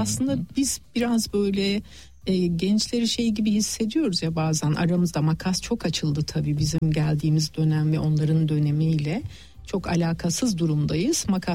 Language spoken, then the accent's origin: Turkish; Adana, Turkey; Yanına gittim ve ben de Adanalıyım, ben de yazıyorum.